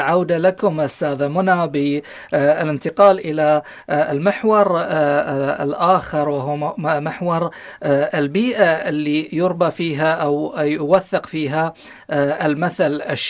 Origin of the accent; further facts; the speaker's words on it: Bahrain; accent: Bahraini and Gulf dialect; احنا في يعني لهجتنا البحرينية والخليجية